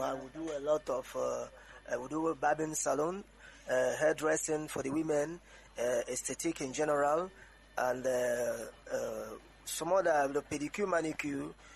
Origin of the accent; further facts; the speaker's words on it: Nigeria; I as a Nigerian, I picked interest.